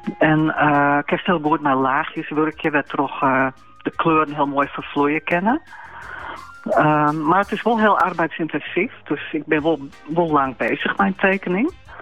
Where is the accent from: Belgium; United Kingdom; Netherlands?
Netherlands; Friesland; Ik ben opgegroeid in de Friese Waarden